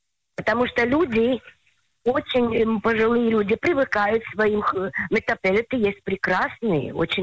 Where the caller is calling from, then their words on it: Tel Aviv, Tel Aviv District, Israel; Я звоню из Тель-Авива.